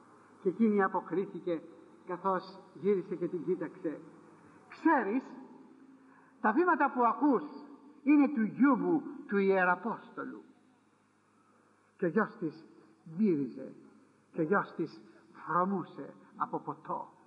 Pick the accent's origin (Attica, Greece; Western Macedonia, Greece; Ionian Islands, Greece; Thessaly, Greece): Ionian Islands, Greece; Corfu; Στην πατρίδα μου την Κέρκυρα πουλάνε το πορτοκάλι όταν ακόμα οι πορτοκαλιές ανθοφορούνε.